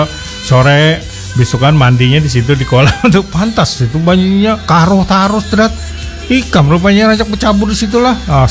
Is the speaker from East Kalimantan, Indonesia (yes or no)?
yes; Samarinda, East Kalimantan, Indonesia; Aku lo asli Samarinda. Lahir di THG.